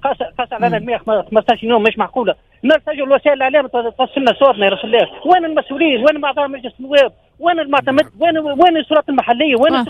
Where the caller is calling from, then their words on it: Melloulèche, Mahdia Governorate, Tunisia; تكلم فيك من ملولش.